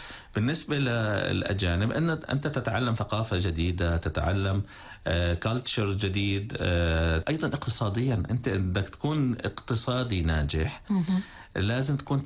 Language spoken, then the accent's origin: Arabic; Syria; عندنا في سوريا